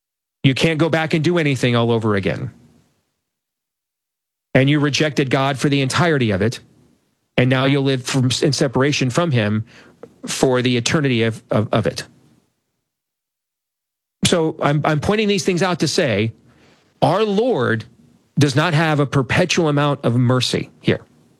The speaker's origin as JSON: {"language": "English", "region": "Iowa", "country": "United States", "also_born_or_lived": "Michigan", "said": "I'll talk about my home state of Iowa, my former home state of Michigan."}